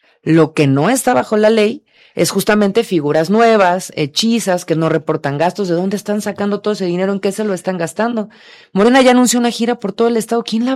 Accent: Mexico; nos une como mexicanos

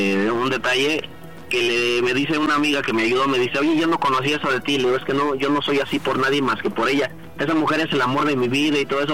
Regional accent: Mexico City, Mexico; De la Ciudad de México, tengo 36 años.

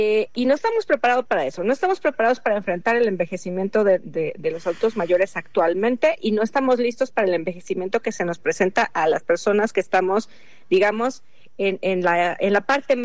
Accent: Mexico

